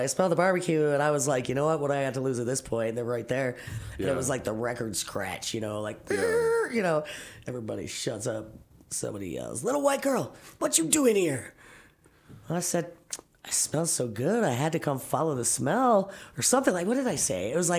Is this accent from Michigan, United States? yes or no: yes; Detroit, Michigan, United States; I'm from Detroit, you know, like, not really like outside Detroit